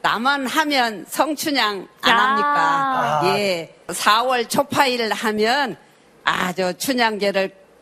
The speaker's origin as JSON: {"language": "Korean", "town": "Gokseong", "region": "South Jeolla", "country": "South Korea", "tie": "born or raised there", "said": "태어나기는 곡성에서 태어났습니다."}